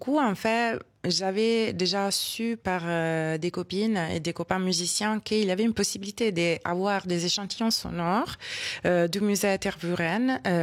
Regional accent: Rome, Lazio, Italy; French is a second language; moved away; je suis née à Rome et j'ai vécu toute ma vie avec ma famille italienne. J'ai fait mes écoles là-bas, je parle italienne.

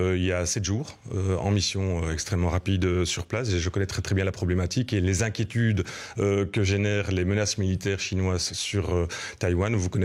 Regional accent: Belgium; Nous sommes 11 millions de Belges

